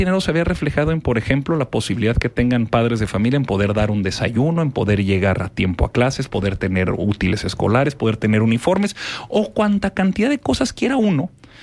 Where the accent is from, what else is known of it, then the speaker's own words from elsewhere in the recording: Torreón, Coahuila, Mexico; Soy diputado de Morena. Soy de Torreón. Vivo en Torreón. Me acabo de casar. Fundé mi familia en Torreón. Quiero que mis hijos crezcan en Torreón.